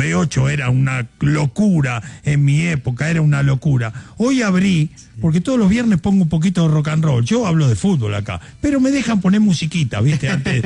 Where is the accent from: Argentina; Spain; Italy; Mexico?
Argentina; Buenos Aires; moved away as an adult; Soy un argentino de Parque Patricios que vino hace 20 años a dirigir fútbol.